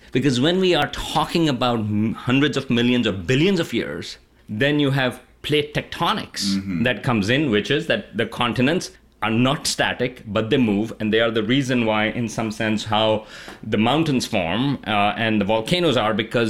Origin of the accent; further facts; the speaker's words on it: Karachi, Sindh, Pakistan; I mean, I grew up in Karachi in Pakistan, close to the ocean.